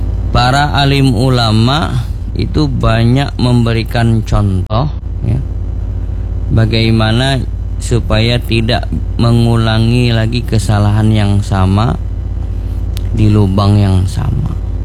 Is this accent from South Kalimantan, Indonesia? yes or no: yes; Banjar, South Kalimantan, Indonesia; Makanya kita orang Banjar ini